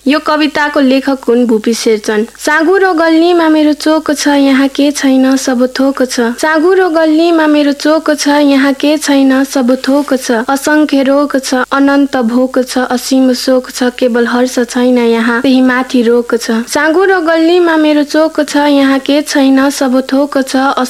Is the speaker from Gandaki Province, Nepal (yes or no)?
no; Nuwakot, Bagmati, Nepal; now in Kapan, Nepal; मेरो पनि कपनमै हो अनि घर चाहिँ नुवाकोटमा हो।